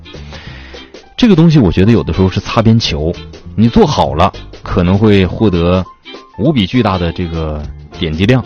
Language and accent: Chinese; China; 我是中国人